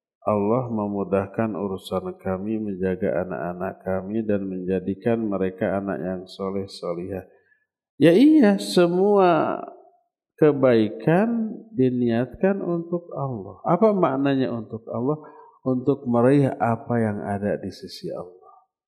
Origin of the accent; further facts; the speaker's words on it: Bandung, West Java, Indonesia; Dulu saya dari SMA, SMA favorit di Bandung